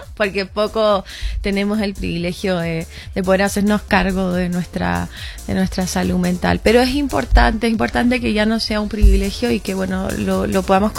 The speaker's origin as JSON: {"language": "Spanish", "country": "Chile", "said": "No, soy muy orgullosamente chilena. Pero te juro que, o sea, como que me encanta cómo hablan. Y a veces como mi español es neutro."}